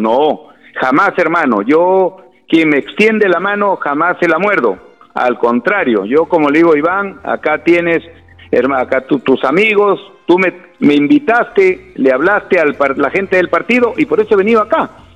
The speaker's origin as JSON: {"language": "Spanish", "town": "Olmos", "region": "Lambayeque", "country": "Peru", "tie": "born there", "said": "yo soy comunero, soy hijo de padres comuneros. Mi raza es de la comunidad de campesinos de Olmos."}